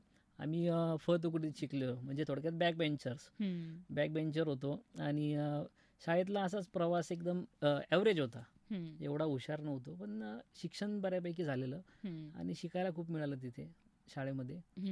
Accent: Ahmednagar, Maharashtra, India; माझं बालपण भिंगारमध्ये गेलं मॅडम. भिंगारमध्ये आमचं बालपण गेलं. शिक्षण माझं नगरमध्ये झालं. भाऊसाहेब फिरोदे हायस्कूलमध्ये माझं शिक्षण झालं. आणि सगळा प्रवास माझा इथलाच आहे. म्हणजे बाहेरचं काही बॅकग्राऊंड नाही आमचं.

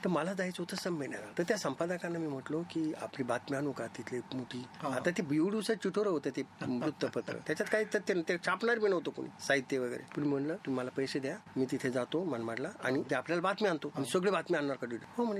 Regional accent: Ahmednagar district, Maharashtra, India; now in Chalisgaon, India; म्हणलं मी चाळीसगाव असतो. चाळीसगावच आहे का तू, म्हणलं नाही मी नगर जिल्ह्यातला आहे, पण मावशी म्हणलं माझी चाळीसगावला.

